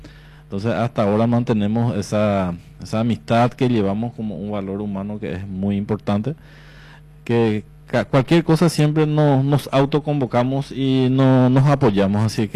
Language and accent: Spanish; Paraguay; yo soy del barrio San Luis y venía a la escuela en el barrio Costa Alegre, que es prácticamente mi segunda casa también, porque ahí hice la escuela, el colegio.